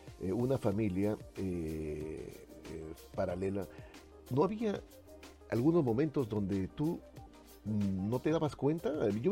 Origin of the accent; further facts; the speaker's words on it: Peru; en mi país, en Perú